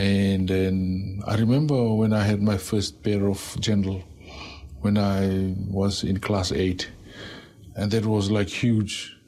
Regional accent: New Zealand; a lot of growing up in New Zealand, things are so easy.

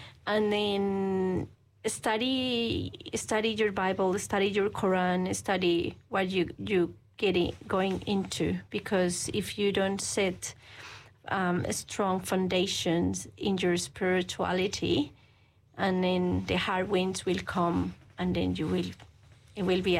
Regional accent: Chile; English is a second language; now in New Zealand; I'm from Chile, but my wife is Kiwi.

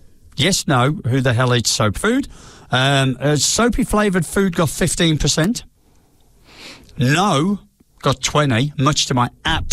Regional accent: England, United Kingdom; Yeah, because I'm English.

